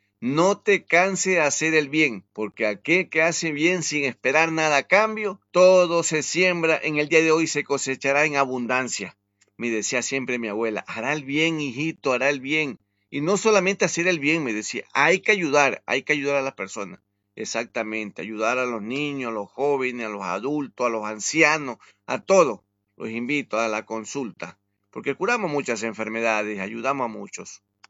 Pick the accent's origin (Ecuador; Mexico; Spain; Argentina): Ecuador; now in Solís de Mataojo, Uruguay; me encuentra como … el Facebook.